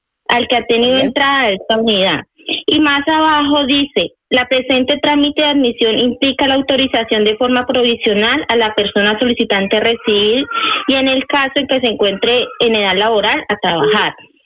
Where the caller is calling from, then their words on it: Madrid, Community of Madrid, Spain; Me comunico desde Madrid.